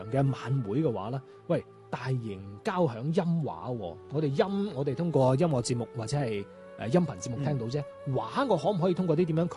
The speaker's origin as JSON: {"language": "Cantonese", "region": "Guangdong", "country": "China", "said": "珠玑古巷咧就係我哋廣府人由中原落嚟之後。入到岭南第一处经过嘅地方"}